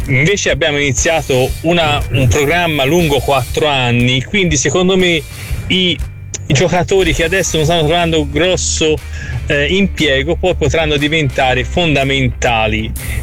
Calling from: Prato, Tuscany, Italy; da Prato.

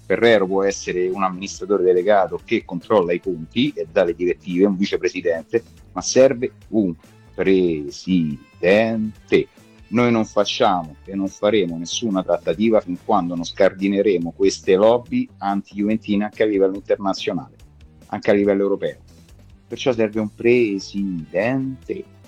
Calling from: Civitavecchia, Lazio, Italy; da Civitavecchia.

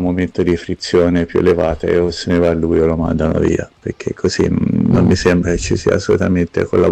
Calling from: Tuscany, Italy; io sono toscano

